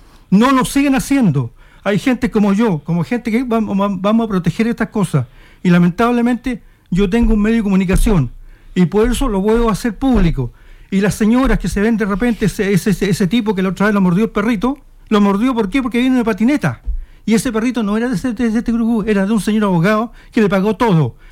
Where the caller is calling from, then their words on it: Iquique, Tarapacá, Chile; también soy de Iquique.